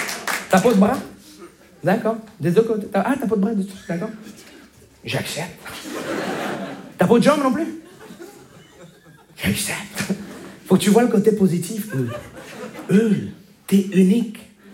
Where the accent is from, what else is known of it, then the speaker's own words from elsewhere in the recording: Montreal, Quebec, Canada; je viens de Montréal.